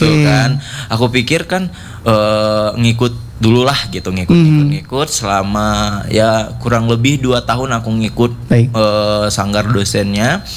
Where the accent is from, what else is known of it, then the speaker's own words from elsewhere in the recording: Payakumbuh, West Sumatra, Indonesia; now in Bandung, Indonesia; aku kan asalnya Payakumbuh.